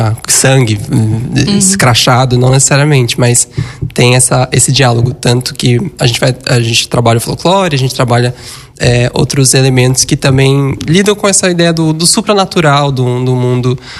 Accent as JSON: {"language": "Portuguese", "region": "São Paulo", "country": "Brazil", "moved": "as an adult", "lives_now": "Rio Grande, Brazil", "said": "eu mesmo não sou daqui, sou de São Paulo, mas moro aqui há 10 anos"}